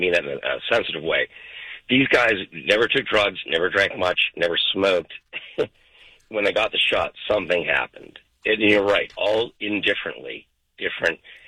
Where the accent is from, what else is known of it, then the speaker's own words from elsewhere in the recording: Boston, Massachusetts, United States; a golfing buddy of mine from Boston, and I grew up in West Roxbury, Jamaica Plain